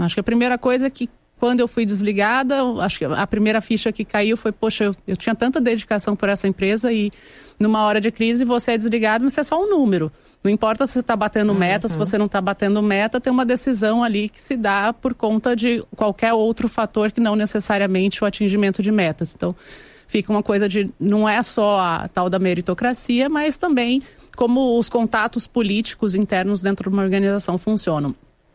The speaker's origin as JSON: {"language": "Portuguese", "town": "Corumbá", "region": "Mato Grosso do Sul", "country": "Brazil", "tie": "born or raised there", "said": "tinha ali uma pequena lanchonete na cidade onde onde eu morava, onde eu nasci, que é Corumbá."}